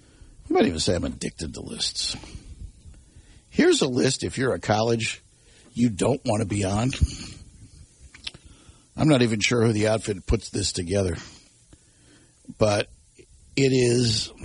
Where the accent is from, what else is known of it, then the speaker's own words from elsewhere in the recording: Connecticut, United States; born there; I was born in Connecticut.